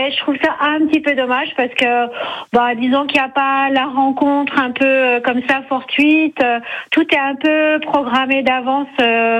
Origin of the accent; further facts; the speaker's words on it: Paris, Île-de-France, France; je suis née à Paris. Donc, même en Paris, on sortait